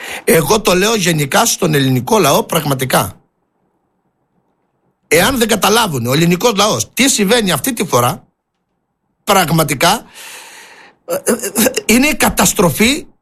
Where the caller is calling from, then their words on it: Crete, Greece